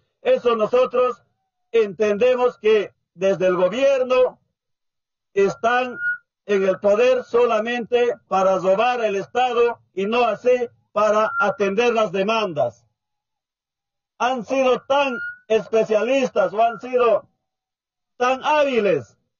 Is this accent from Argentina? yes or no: no; Bolivia; ha convocado a que Bolivia, entre bolivianos, nos enfrentemos. Y como bolivianos eso no podemos permitir, compañeros.